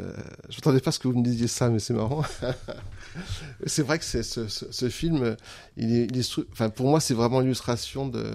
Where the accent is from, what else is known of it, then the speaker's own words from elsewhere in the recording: Bourges, Centre-Val de Loire, France; born there; je suis né à Bourges, j'adore cette ville, évidemment.